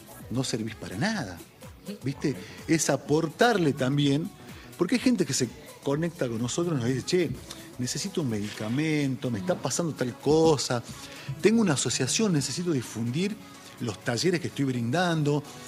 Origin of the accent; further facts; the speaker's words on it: Jujuy, Argentina; born there; como nací acá, sé lo que es el carnaval.